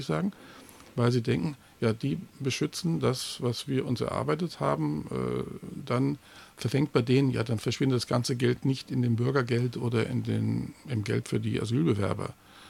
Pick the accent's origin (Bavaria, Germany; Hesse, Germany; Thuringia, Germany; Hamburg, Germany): Bavaria, Germany; Und ich bin alt genug zu sagen, ich komme aus Bayern, da gab es wirklich üblen Wirtshausschlägereien mit zerbrochenen Maskrügen.